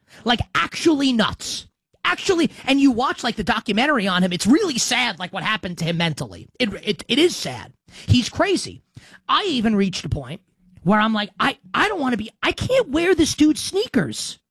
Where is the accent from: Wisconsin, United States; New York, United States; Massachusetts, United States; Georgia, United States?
New York, United States; Queens; And I'm from Queens and I would choose